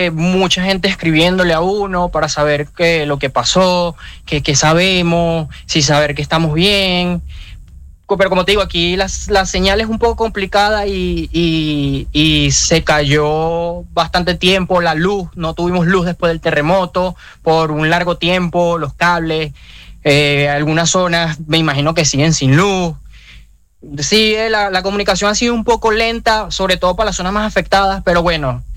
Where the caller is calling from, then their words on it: Venezuela; como un venezolano más